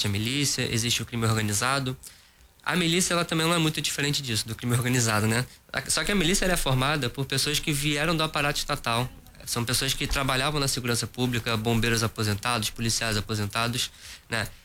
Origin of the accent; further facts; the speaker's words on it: Brazil; Eu morei minha vida inteira na Zona Oeste